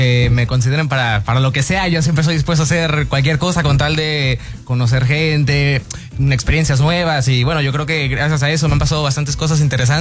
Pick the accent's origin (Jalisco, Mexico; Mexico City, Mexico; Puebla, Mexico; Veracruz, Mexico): Veracruz, Mexico; pero yo encantado de estar aquí en Veracruz, en mi tierra, y me encanta.